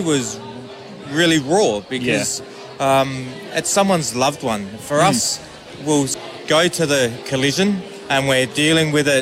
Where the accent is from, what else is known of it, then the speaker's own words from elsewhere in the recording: South Australia, Australia; I grew up in the Riverland, so I'm a country lad, so I've been to plenty of field